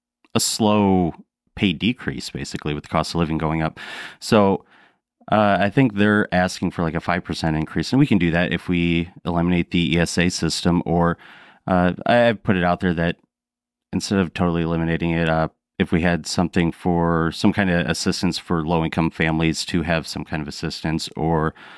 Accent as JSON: {"language": "English", "town": "Davenport", "region": "Iowa", "country": "United States", "tie": "born or raised there", "said": "Born and raised in Davenport. Graduated from Davenport West, just grew up in the area, love the area, family in the area"}